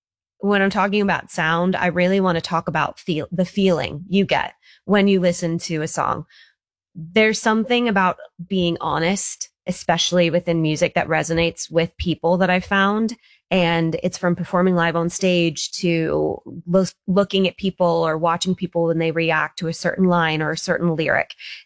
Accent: Virginia, United States; also born or lived in California; now in Nashville, United States; It really gave me some clout here in Nashville, where I had moved from California. Even though I'm from Virginia, I had moved from California to Nashville.

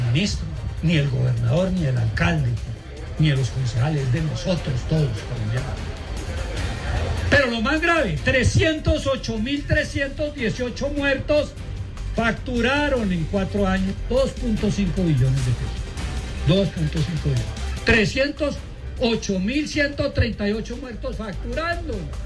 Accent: Colombia; Porque cuando se paga, somos todos los colombianos los que pagamos.

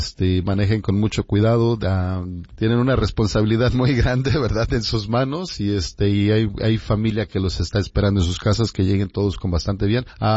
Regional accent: Tenancingo, State of Mexico, Mexico; moved away; mi pueblo querido, San Miguel Tecomatlán, en Tenancingo, Estado de México. Un pueblo hermoso, hermoso, lleno de muchas tradiciones

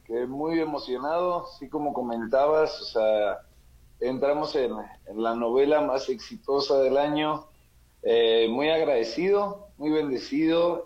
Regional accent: Madrid, Community of Madrid, Spain; now in Mexico; Yo soy español

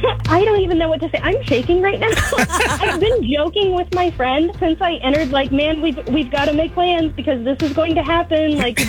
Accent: Hagerstown, Indiana, United States; born there; I am in Hagerstown, Indiana.

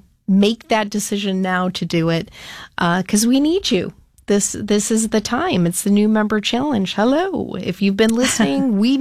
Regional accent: Lima, New York, United States; I grew up in Lima

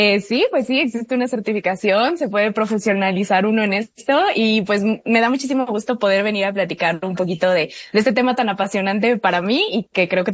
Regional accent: Mexico; nosotros como mexicanos también, pues nos emociona

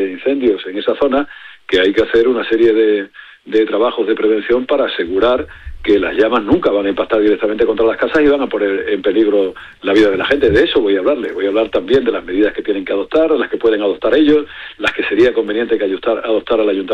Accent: Extremadura, Spain; en León, en Zamora, en Ourense y en Cáceres, en mi tierra

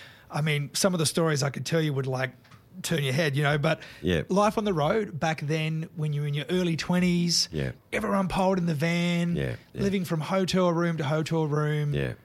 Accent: Launceston, Tasmania, Australia; I'm a country boy. I'm from Launceston. I grew up on a farm.

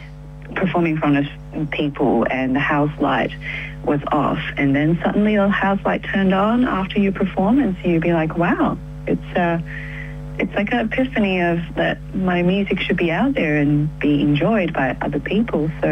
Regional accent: Taiwan; moved away as an adult; also born or lived in Australia / Germany; now in China; I grew up in Taiwan and I immigrated to Australia when I was 20. Then in between I studied in Germany for uni and then now, 3 years ago, I moved to China

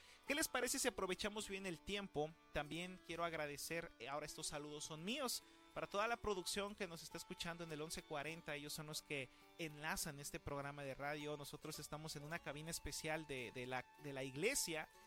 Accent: Mexico; como los mexicanos sabemos hacer

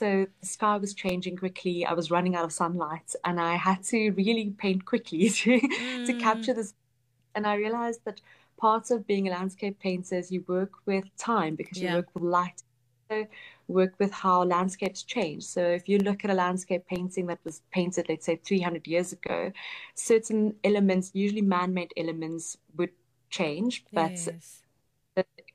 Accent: South Africa; Even though I grew up in South Africa, there's always that question of sense of belonging.

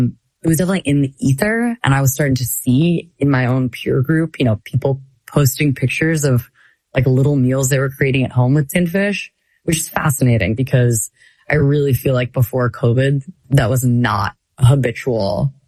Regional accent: New Hampshire, United States; So I'm from New Hampshire originally.

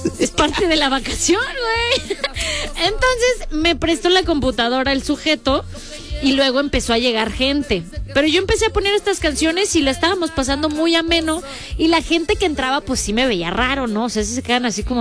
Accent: Mexico; soy mexicana, estoy de vacaciones

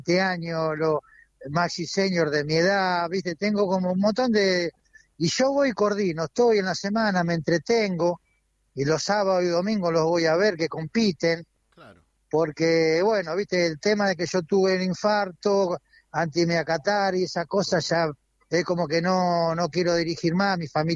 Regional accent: Argentina; No, y a lo mejor que nos puede haber pasado como argentino, ¿entendés?

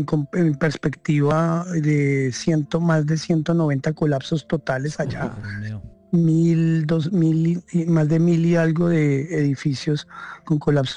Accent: Bogotá, Colombia

